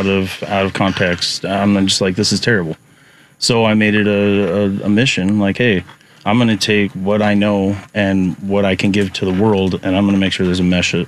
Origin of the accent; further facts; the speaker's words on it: Delta, Colorado, United States; Yeah, so I grew up in Delta, and they had a nickname as City of Murals.